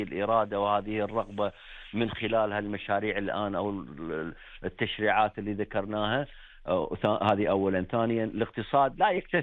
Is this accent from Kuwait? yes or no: yes; Kuwait